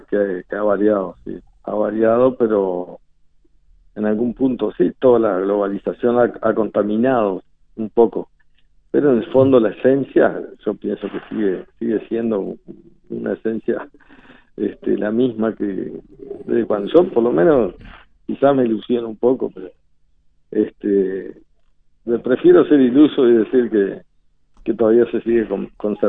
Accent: Calpica, Artigas, Uruguay; born there; esta historia de mi pueblo, orilla del río

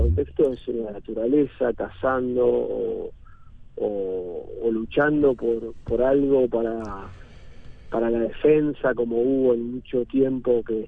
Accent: Uruguay

